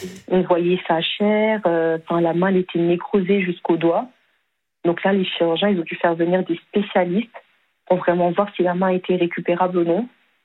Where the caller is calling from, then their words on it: Paris, Île-de-France, France; Paris, d'accord. 20e, j'habite. J'habite vraiment juste à côté.